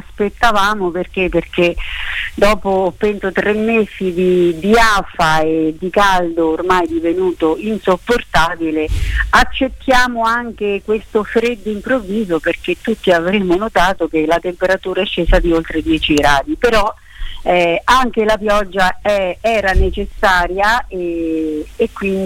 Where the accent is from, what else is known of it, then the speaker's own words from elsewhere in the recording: Tolentino, Marche, Italy; noi siamo di Tolentino